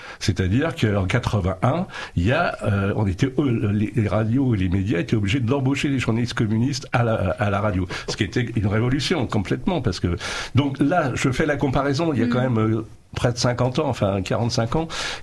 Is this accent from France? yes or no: yes; France; now in Hungary; en tant que Français établi ici